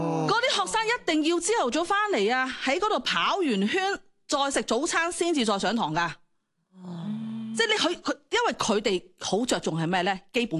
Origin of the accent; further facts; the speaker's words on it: Hong Kong; 我系嚟自香港嘅。